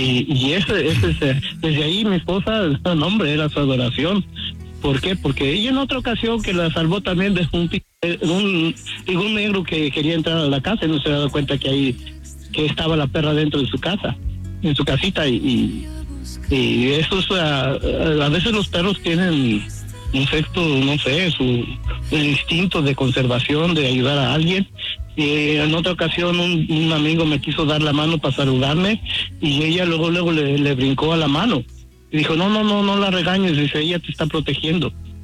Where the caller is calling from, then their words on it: Stanton, California, United States; De Stanton.